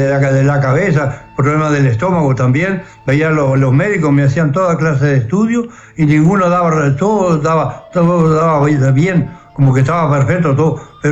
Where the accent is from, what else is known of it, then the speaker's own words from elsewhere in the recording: Río Branco, Cerro Largo, Uruguay; Yo soy de acá, de Río Branco.